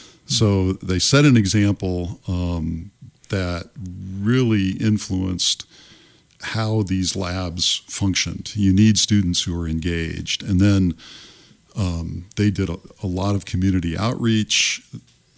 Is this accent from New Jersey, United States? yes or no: no; Ohio, United States; also born or lived in Southern Nevada; now in Spokane, United States; I grew up in Ohio.